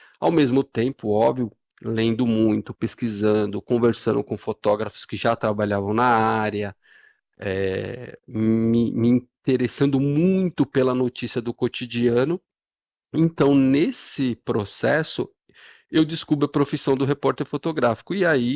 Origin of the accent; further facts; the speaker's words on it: São Paulo, Brazil; Venho de uma família muito pobre, né, daqui de São Paulo